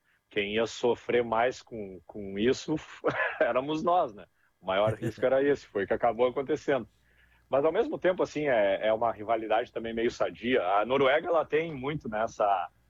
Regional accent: Santo Antônio da Patrulha, Rio Grande do Sul, Brazil; now in Norway; Eu sou de Santo Antônio da Patrulha, aí pertinho, terra da rapadura, né?

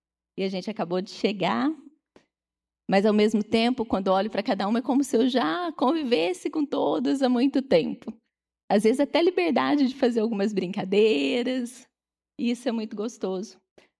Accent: Minas Gerais, Brazil; now in Araras, Brazil; eu sou mineira, estou aqui há quase 30 anos, aqui eu conheci meu marido que também não é daqui, tivemos nosso filho, fizemos a nossa família aqui, nessa acolhida de Araras.

